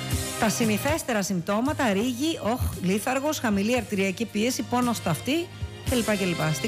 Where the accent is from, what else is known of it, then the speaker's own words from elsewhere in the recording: Aigio, West Greece, Greece; Και το Αίγιο είναι σε αναστάτωση. Η πατρίδα μου